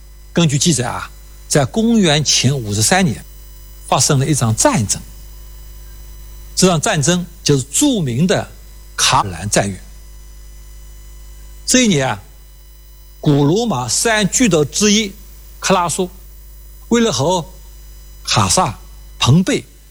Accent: China; 丝绸是我们中国人的发明创造，已经有5000年的历史了，这是世界公认的。

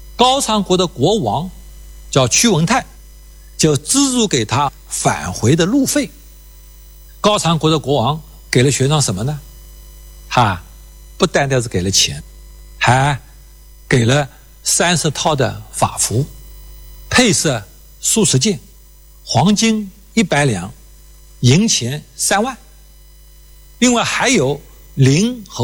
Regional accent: China; 我们中国人

